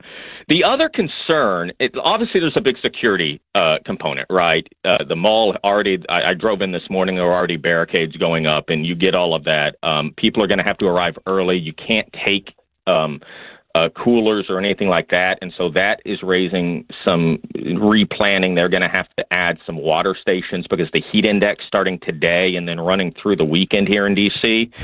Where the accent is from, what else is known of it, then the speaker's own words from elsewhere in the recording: Texas, United States; I grew up in Texas. I'm aware of what Bucky's is.